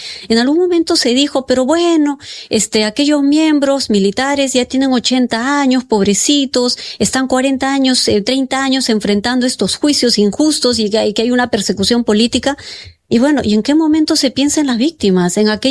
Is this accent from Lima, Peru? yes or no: no; Cayara, Ayacucho, Peru; el caso Cayara, que es el de mi pueblo